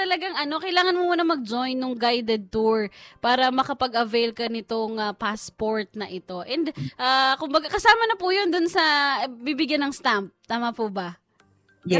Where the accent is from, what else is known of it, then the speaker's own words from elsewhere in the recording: Bulacan, Central Luzon, Philippines; dahil ako po ay taga Bulacan eh, hindi naman po ako taga Quezon City